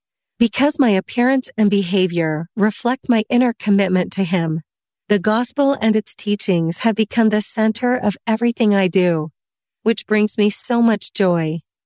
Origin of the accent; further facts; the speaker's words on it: Colombia; English is a second language; moved away; so different from the small city I grew up in back in Colombia.